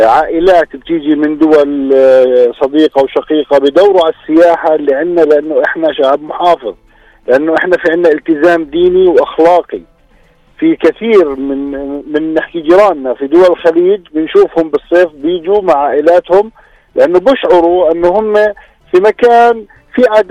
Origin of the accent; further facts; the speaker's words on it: Jordan; دخل الفرد عندنا بالاردن